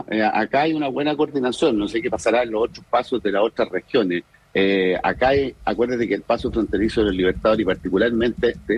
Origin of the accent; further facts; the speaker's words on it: Los Andes, Valparaíso, Chile; los que nacimos acá en los Andes, yo nací en los Andes hace muchos años, muchos más años que tú, crecimos en los años 70, 80